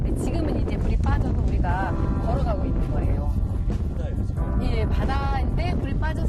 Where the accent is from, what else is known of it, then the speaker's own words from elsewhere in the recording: Seosan, South Chungcheong, South Korea; 그래서 전 이 서산이라는 것이 고향이라는 것이 너무 자랑스럽고 너무 행복해요.